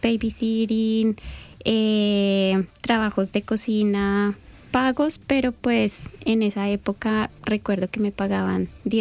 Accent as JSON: {"language": "Spanish", "region": "Bogotá", "country": "Colombia", "also_born_or_lived": "London", "moved": "as an adult", "lives_now": "Australia", "said": "yo soy administradora de empresas, yo soy de Bogotá, estudié en el externado de Colombia, hice mi carrera por 5 años"}